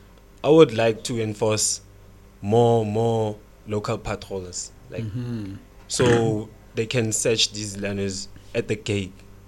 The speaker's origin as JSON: {"language": "English", "town": "Khutsong", "region": "Gauteng", "country": "South Africa", "tie": "born there", "said": "We're from Khutsong."}